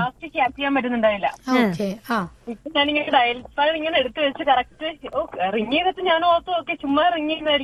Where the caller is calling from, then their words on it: Kuruppampady, Kerala, India; സ്ഥലം കുറുപ്പുംപടി.